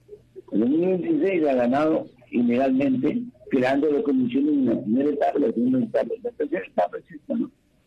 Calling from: Trujillo, La Libertad, Peru; buenos días desde Trujillo.

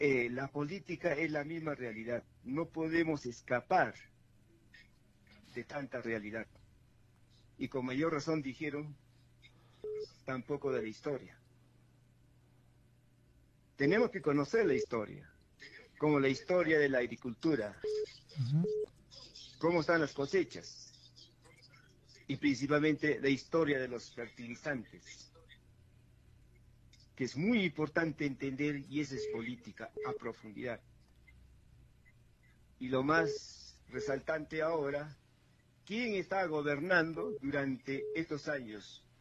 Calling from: Juliaca, Puno, Peru; desde Juliaca, Puno, Perú.

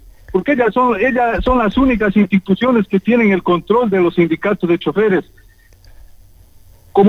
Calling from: Loja, Ecuador

